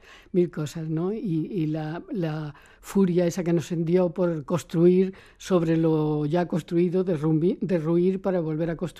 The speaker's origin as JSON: {"language": "Spanish", "town": "Córdoba", "region": "Andalusia", "country": "Spain", "said": "Yo soy cordobesa"}